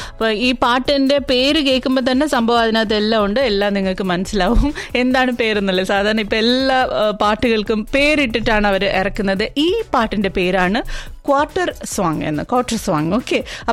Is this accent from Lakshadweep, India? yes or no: no; Kerala, India; മലയാളിയുടെ ആയതുകൊണ്ട് തന്നെ നമ്മുടെ മലയാളം പഴഞ്ചൊല്ലുകളൊക്കെ നമ്മൾ ഇഷ്ടം പോലെ കേട്ടാണ് വളർന്നത് അല്ലെ.